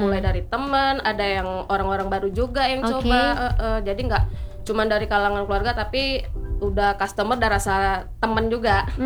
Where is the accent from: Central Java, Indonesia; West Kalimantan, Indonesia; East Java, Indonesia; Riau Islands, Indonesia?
Riau Islands, Indonesia; Kijang; Kami asli orang Kijang tapi orang Bugis, jadi bukan orang Palembang. Kebetulan orang tua dua-dua dari Bugis kan, Sulawesi sana, jadi alhamdulillah asli Bugis